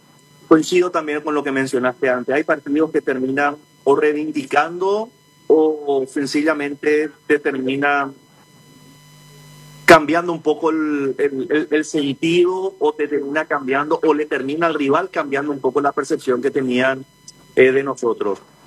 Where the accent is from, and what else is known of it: Paraguay